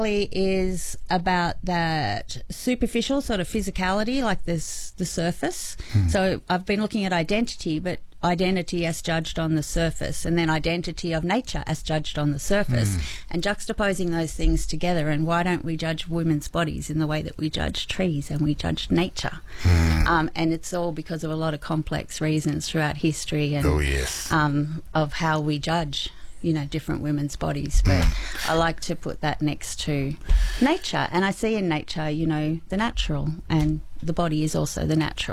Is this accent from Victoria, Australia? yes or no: no; New South Wales, Australia; As a little tacker growing up near the Warrumbungles and on country, I was really inspired just by the tactility of mud and soil